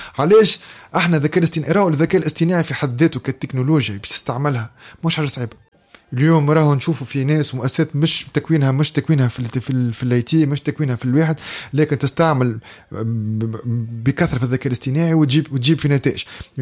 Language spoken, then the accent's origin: Arabic; Tunisia; كمواطن تونسي